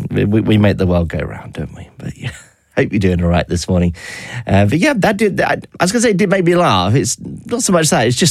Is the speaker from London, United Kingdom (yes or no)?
no; Nottingham, East Midlands, United Kingdom; I'm from Nottingham. I must be strange too.